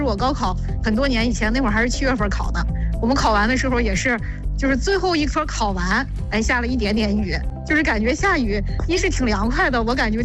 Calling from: Shijiazhuang, Hebei, China; 我就是石家庄的。

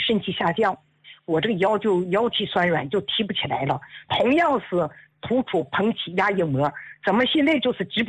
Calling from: Dalian, Liaoning, China; 哦，我今年70岁了，我是大连的听众哈。

